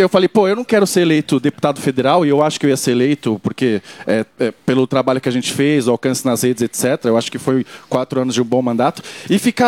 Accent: Itaquera, São Paulo, Brazil; born there; Deixa eu te dizer, eu nasci em Itaquera, e, pô... Quem mora em Itaquera, às vezes, na maioria das vezes, não queria morar num lugar ruim.

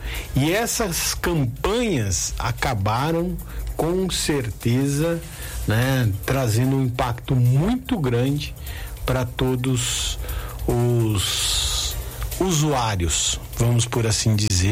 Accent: Brazil

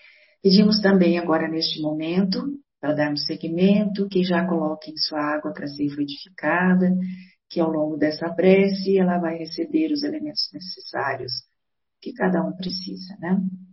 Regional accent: Bueno Brandão, Minas Gerais, Brazil; sou de Minas Gerais, da cidade de Bueno Brandão.

